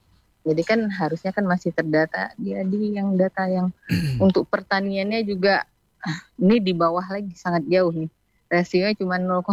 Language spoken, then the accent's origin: Indonesian; Aceh, Indonesia; Aceh Krukuh, saya dari Krukuh.